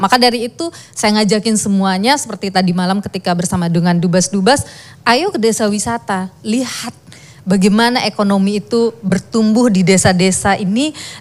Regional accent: Buleleng, Bali, Indonesia; di desa Les di Bali, di Buleleng kampung saya

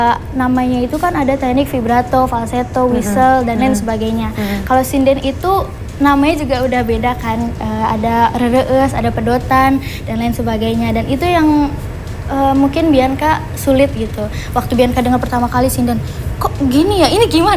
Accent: West Java, Indonesia; ayah beda suku nih, ayah Jawa, aku Sunda.

